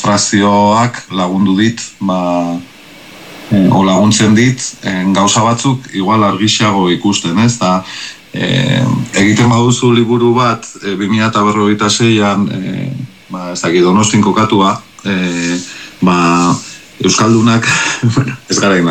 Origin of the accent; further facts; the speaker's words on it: Vitoria-Gasteiz, Basque Country, Spain; ni Gasteizkoa naiz